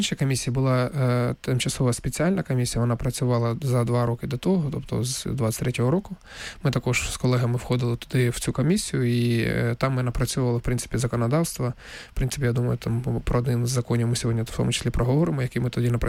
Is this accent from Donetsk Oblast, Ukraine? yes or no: yes; Donetsk, Donetsk Oblast, Ukraine; я сам з Донецька і вперше відчув на себе і на своїй, як тому скажуть, шкурі